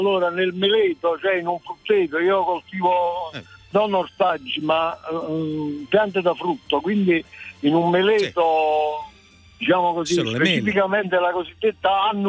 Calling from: Villaricca, Campania, Italy; Io sono della provincia di Napoli, di Villa Ricca.

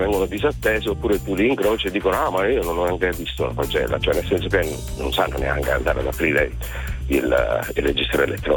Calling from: Cremona, Lombardy, Italy; Io chiamo da Cremona.

